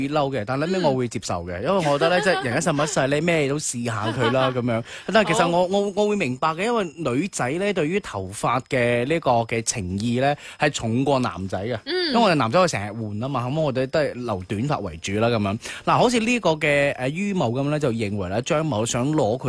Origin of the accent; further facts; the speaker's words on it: Guangdong, China; 有时候我哋广东人成日讲嘅一句呢就係咩呢，加料不加价下。